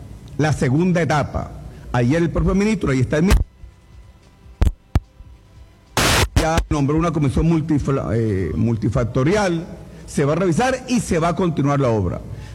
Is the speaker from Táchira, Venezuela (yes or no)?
yes; Táchira, Venezuela; eso son parte de nuestro dialecto aquí, de los pingos de aquí de Táchira, pues.